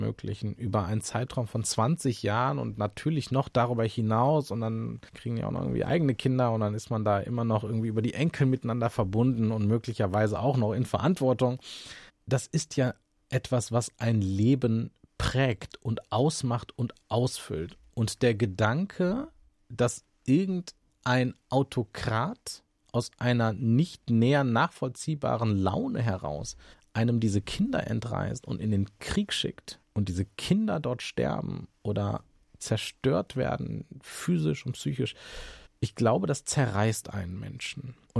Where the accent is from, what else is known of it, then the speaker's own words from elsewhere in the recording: Germany; dass wir als Deutsche